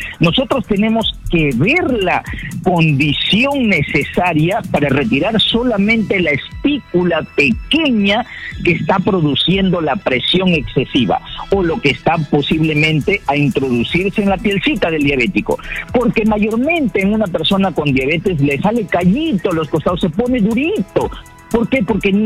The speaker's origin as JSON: {"language": "Spanish", "country": "Peru", "said": "a nuestras personas peruanas como nosotros, peruanos como tú y yo"}